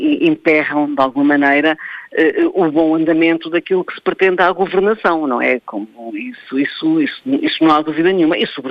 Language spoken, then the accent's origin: Portuguese; Portugal; somos nós, portugueses, contribuintes